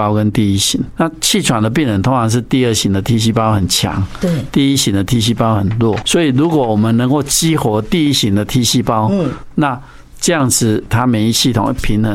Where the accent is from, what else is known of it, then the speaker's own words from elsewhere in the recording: Taiwan; 他根本不会定植在我们台湾人的肠道。